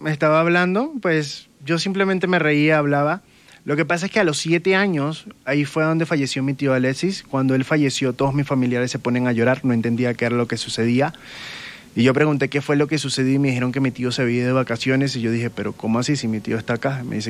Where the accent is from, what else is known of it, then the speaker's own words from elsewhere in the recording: Venezuela; now in Madrid, Spain; Yo soy venezolano, pero me encuentro viviendo en España, Madrid.